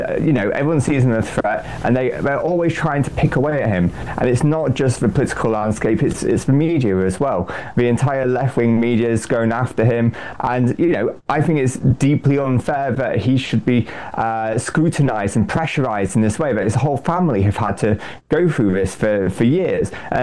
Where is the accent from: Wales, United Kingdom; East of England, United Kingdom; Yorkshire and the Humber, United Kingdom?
Yorkshire and the Humber, United Kingdom; now in London, United Kingdom; I think me and you, Bev, are both from up north, from Yorkshire, I believe.